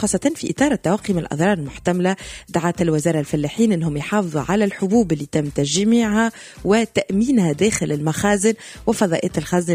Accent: Tunisia; بنحكي زادة على موضوع ثاني يهم بلدي تونس

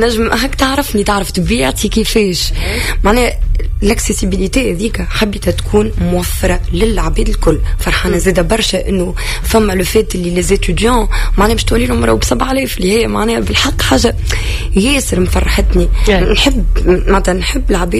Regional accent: Tunisia; حبيت نبدا في بلادي

